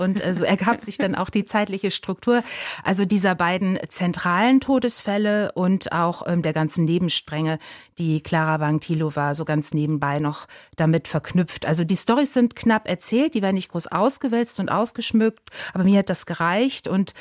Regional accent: Germany; Ich als Deutsche habe natürlich Schwierigkeiten, an Geister zu glauben.

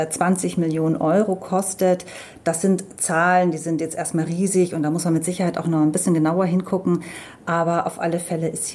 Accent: Bavaria, Germany; ich komme ja aus Bayern

